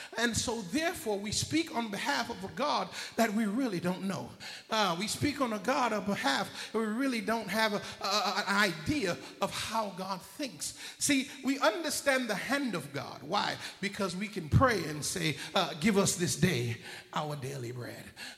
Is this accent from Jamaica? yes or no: yes; Jamaica; Before I am Jamaican, before I am male, before I am black, before I am anything else, I am a child of God.